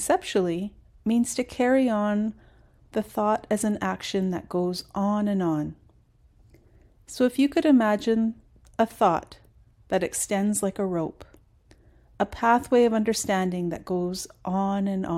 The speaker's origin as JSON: {"language": "English", "town": "Prince Rupert", "region": "British Columbia", "country": "Canada", "tie": "born or raised there", "first_language": "English", "said": "I did learn many Haida songs when I was growing up in Prince Rupert as a member of the Cui Unglis Haida dance group"}